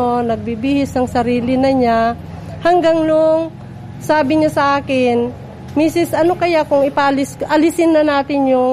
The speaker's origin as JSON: {"language": "Tagalog", "town": "Gubat", "region": "Bicol Region", "country": "Philippines", "said": "Payawin, Gubat."}